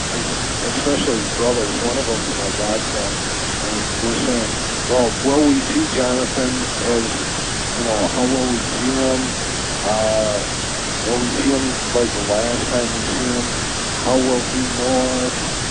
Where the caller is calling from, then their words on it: Beulah, Wisconsin, United States; Beulah, Wisconsin.